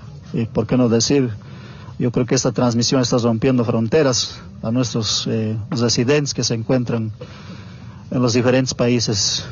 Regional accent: Bolivia; nosotros somos originarios de aquí de Bolivia.

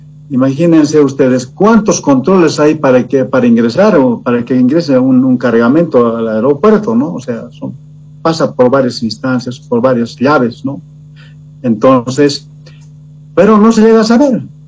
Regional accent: Bolivia

